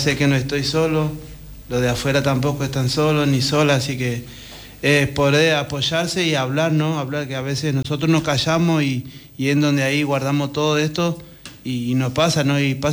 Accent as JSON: {"language": "Spanish", "region": "Santiago del Estero", "country": "Argentina", "lives_now": "Concordia, Argentina", "said": "Yo, Santiago del Estero."}